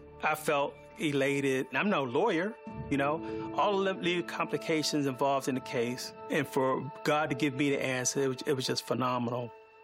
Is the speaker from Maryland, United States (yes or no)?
yes; Baltimore, Maryland, United States; Growing up in Baltimore